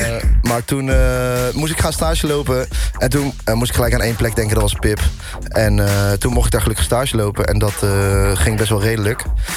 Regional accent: The Hague, South Holland, Netherlands; Maar ik kom gewoon uit Den Haag.

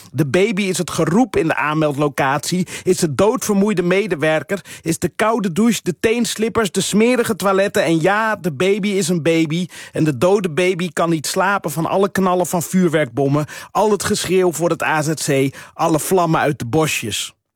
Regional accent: Netherlands; Ik voel mij als Nederlander aangekeken

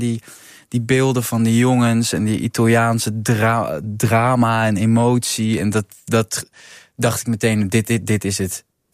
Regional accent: Netherlands; waar wij als Nederlanders vrij ingetogen zijn.

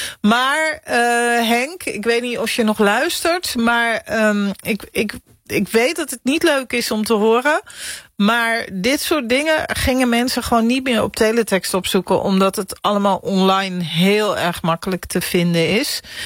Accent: North Holland, Netherlands; moved away; ik kom uit Noord-Holland oorspronkelijk

